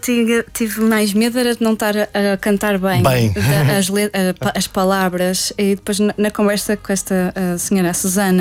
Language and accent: Portuguese; Norte, Portugal; moved away; E eu, como cresci em Trás-os-Montes